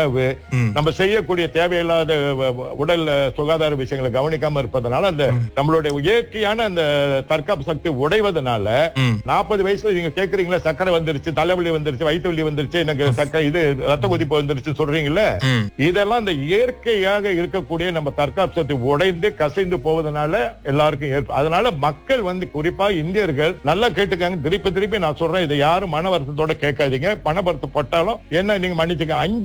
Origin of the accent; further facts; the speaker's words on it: Johor, Malaysia; also born or lived in Chennai; நான் ஜோர் மாநிலத்தை சார்ந்தவன். எங்கள் குடும்பம் நான்கு தலைமுறையாக அங்கு வாழ்ந்து வருகின்றோம்.